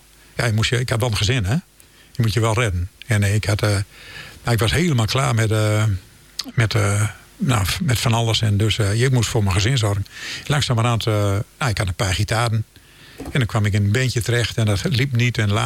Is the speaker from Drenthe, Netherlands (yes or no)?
no; Musselkanaal, Groningen, Netherlands; ik ben echt een Groninger. Ik ben een Veenkoloniaal. Ik word altijd verdacht dat ik een Westerwolder ben, maar dat is helemaal niet zo. Ik ben gewoon geboren en getogen in Musselknaal. Mijn ouders hadden daar een schoenenwinkel.